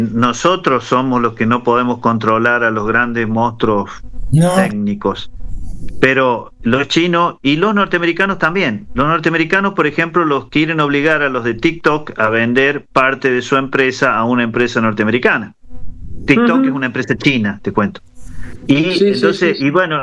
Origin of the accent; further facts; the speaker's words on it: Argentina; los únicos que no estamos haciendo nada para la soberanía tecnológica somos los argentinos